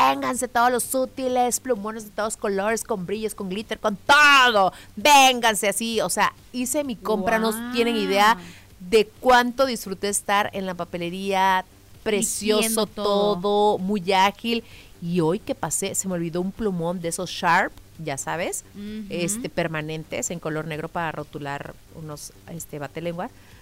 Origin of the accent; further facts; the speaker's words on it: Mexico; Hay otros que como buen mexicano dejamos todo al último.